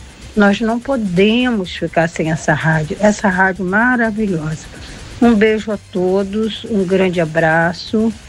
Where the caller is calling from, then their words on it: Rio de Janeiro, Brazil; Eu sou aqui do Andaraí